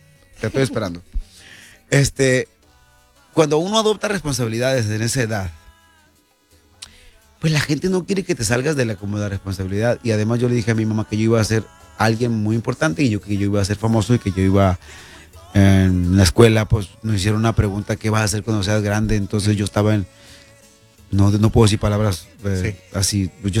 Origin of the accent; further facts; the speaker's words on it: Cacalotán, Sinaloa, Mexico; Yo soy de Cacalotán. Hice un grupo de Facebook, cuando ya estaba Facebook.